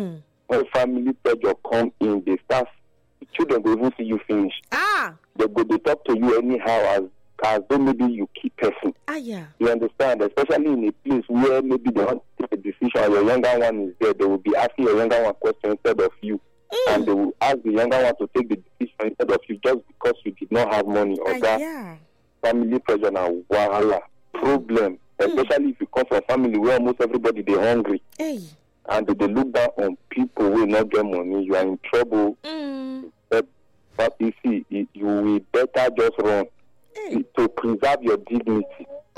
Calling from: Nigeria; from Ogiba.

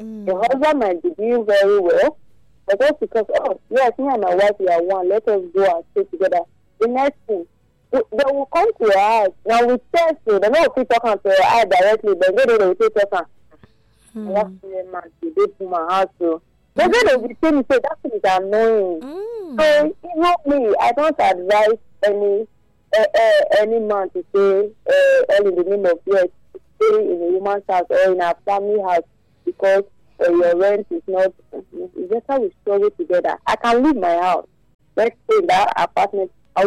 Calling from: Canada; I'm in Canada.

